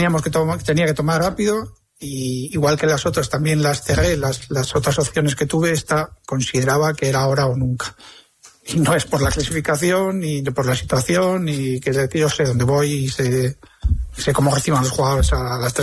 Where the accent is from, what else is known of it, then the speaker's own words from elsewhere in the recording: Pamplona, Navarre, Spain; soy de PTV, ¿no? De Pamplona de toda la vida, como me han dicho.